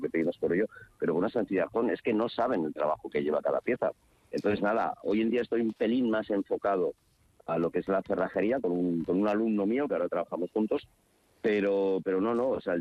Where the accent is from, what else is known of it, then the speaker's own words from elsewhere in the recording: Madrid, Community of Madrid, Spain; born there; moved away as an adult; now in Asturias, Spain; Yo nacido en Madrid, padres los dos alemanes, colegio alemán.